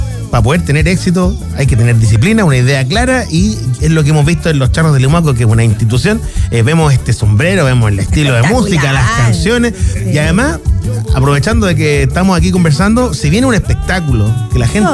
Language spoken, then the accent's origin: Spanish; Chile